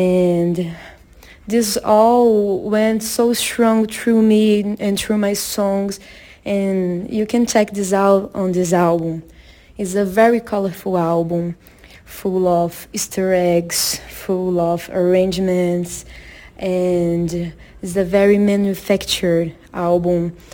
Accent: Belo Horizonte, Minas Gerais, Brazil; I came from Belo Horizonte, Minas Gerais, and I'm granddaughter

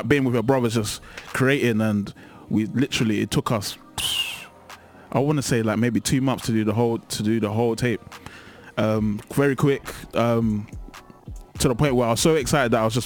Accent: London, United Kingdom; I'm from South London, Mash is from South London, same area as me, New Cross.

